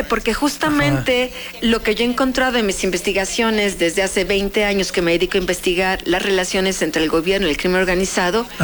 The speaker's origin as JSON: {"language": "Spanish", "country": "Mexico", "said": "nosotros como mexicanos"}